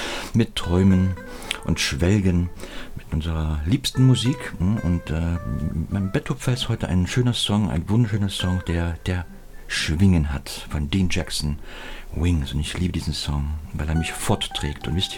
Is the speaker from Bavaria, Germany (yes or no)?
no; Saxony, Germany; aufstrebende, wunderschöne Felsen ja, des sächsischen Sandsteingebirges, meine Heimat.